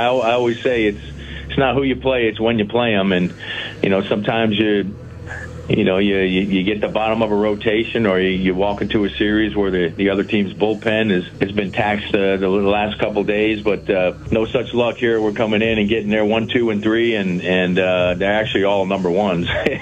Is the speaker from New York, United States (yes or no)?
yes; New York, United States; I grew up about 35 minutes north of here